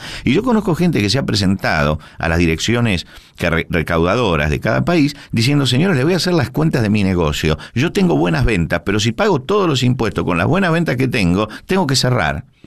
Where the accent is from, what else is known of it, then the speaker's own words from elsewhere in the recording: Argentina; yo recuerdo algunas situaciones de hiperinflación en mi país, la Argentina